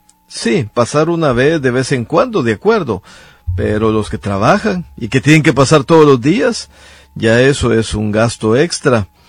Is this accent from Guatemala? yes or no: yes; Guatemala